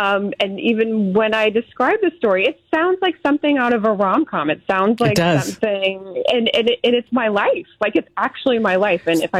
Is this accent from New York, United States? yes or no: yes; New York, United States; He has some ties here, and I do too. I'm from New York.